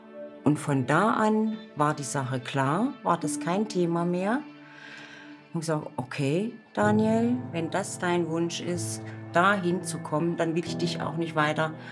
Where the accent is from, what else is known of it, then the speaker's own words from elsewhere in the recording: Gotha, Thuringia, Germany; Ich bin aus Gotha bei Erfurt. Da komme ich her